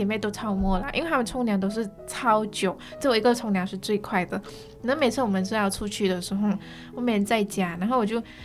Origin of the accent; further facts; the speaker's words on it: Malaysia; moved away; 那时候我刚回到。马来西亚嘛